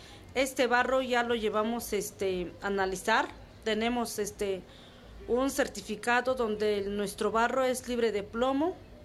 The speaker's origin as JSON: {"language": "Spanish", "region": "Oaxaca", "country": "Mexico", "tie": "born or raised there", "said": "No he salido de mi pueblo, ahí sigo, porque hay algunos que sí emigran. Pero yo desde que nací ahí me quedé con mi papá, mi mamá"}